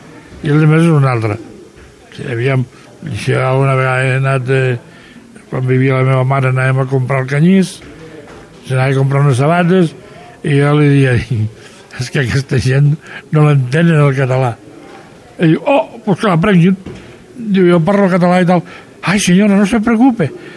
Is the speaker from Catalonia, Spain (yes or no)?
no; Aragon, Spain; Per exemple, el meu poble, Estoril, Sant Sigofestes, no sé, potser està. I té 1.000 habitants, n'haurà pujat a 3 o 4.000. Aquests 3 o 4.000 tots parlen català